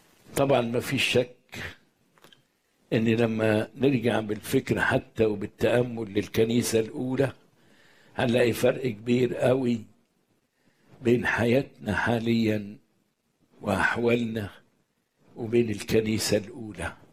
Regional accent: Egypt; وخصوصا في بلدنا مصر ان يقولوا علينا نصارى نصارى

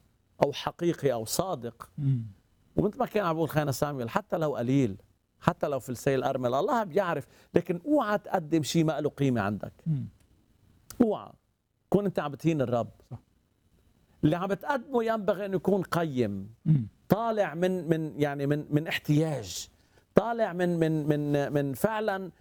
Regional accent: Lebanon; عندنا بلبنان

